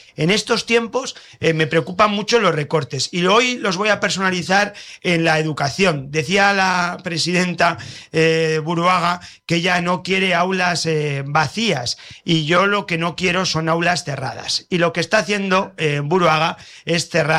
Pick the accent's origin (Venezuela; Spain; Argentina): Spain; Cantabria; reivindicamos lo que somos como pueblo de Cantabria, donde nos sentimos orgullosos de nuestra tierra.